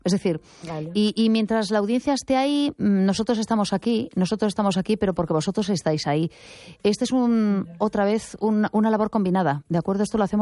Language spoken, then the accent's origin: Spanish; A Coruña, Galicia, Spain; yo soy coruñesa de origen, hoy me siento especialmente coruñesa, estoy haciendo el programa desde aquí